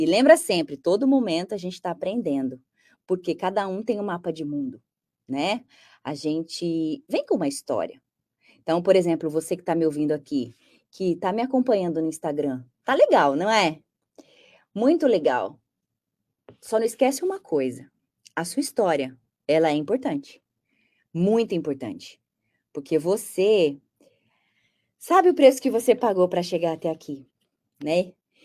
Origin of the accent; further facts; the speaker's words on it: Brazil; born there; Eu nasci no Brasil, no Brasil.